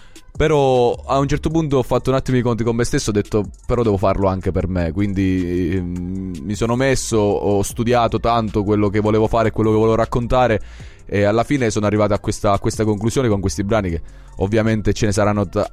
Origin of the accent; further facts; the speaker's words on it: Lagonegro, Basilicata, Italy